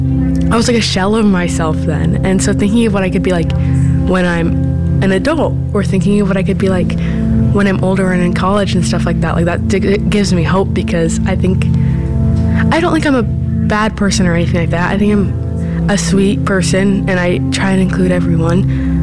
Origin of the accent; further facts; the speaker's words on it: Indianapolis, Indiana, United States; I'm from Indianapolis.